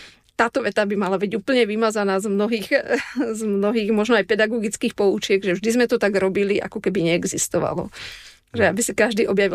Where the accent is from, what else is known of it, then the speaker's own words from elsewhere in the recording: Ludrová, Žilina Region, Slovakia; moved away; je to moja rodná dedina, ale je tam proste srdce, korene. Moji prarodičia pochádzajú z tej dediny a som tam zakorenená.